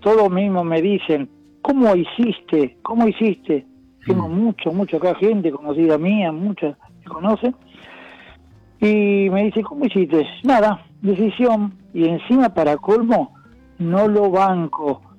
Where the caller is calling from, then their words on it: Argentina; de Alejandro Cor.